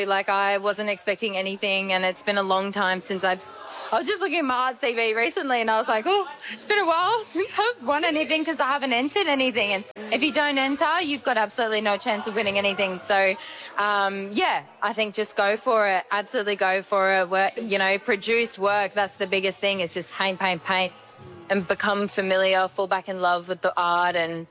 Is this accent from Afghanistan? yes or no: no; Perth, Western Australia, Australia; moved away; I'm from Perth. Yeah, we've been travelling full-time for the last 4 or 5 years.